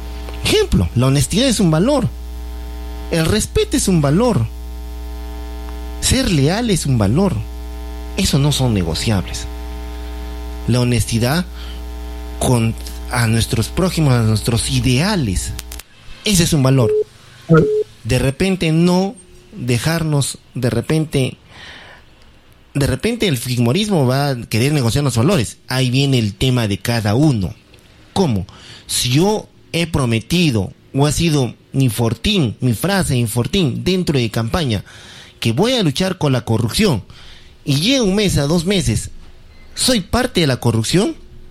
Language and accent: Spanish; Peru; Nuestra realidad nacional como Estado, como sociedad peruana, es distinta.